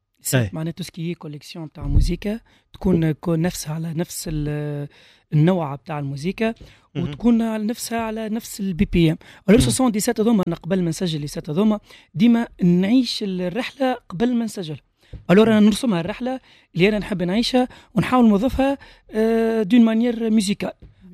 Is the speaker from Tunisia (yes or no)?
yes; Tunisia; موجوده عندنا في تونس